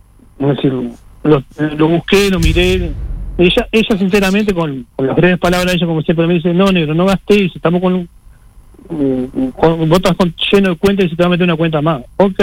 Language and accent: Spanish; Uruguay; A ver, somos uruguayos y nos matamos trabajando.